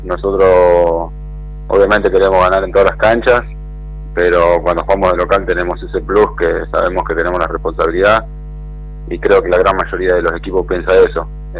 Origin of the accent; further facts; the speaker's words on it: San Francisco, Córdoba, Argentina; moved away as an adult; also born or lived in San Luis / Salta; yo soy de San Francisco